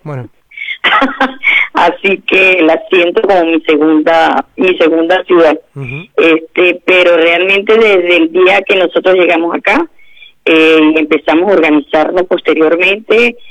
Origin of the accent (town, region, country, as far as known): Venezuela; now in Argentina